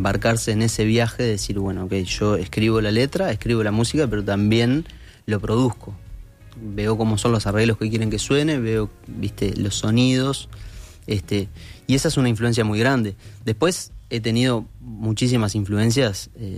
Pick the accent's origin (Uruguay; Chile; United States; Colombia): Uruguay; yo como uruguayo suéltame no lo digo, pero después es como todo tratado de hablar como hablamos nosotros